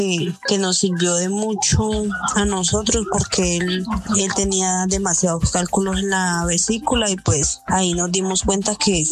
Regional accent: Planadas, Tolima, Colombia; soy de Planadas, Tolima.

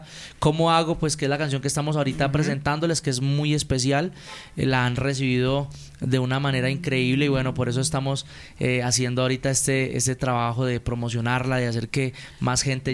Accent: Valle del Guamués, Putumayo, Colombia; Yo soy del departamento del Putumayo. Vengo de un municipio que se llama Valle del Guamués. Es un municipio muy bonito, fronterizo con Ecuador. Entonces, vengo de este bello municipio. Es un municipio que me ha acogido demasiado.

